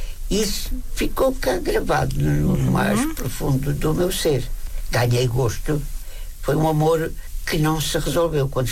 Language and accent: Portuguese; Évora, Alentejo, Portugal; moved away as an adult; eu venho de Évora, uma cidade de províncias. Estou na capital sozinho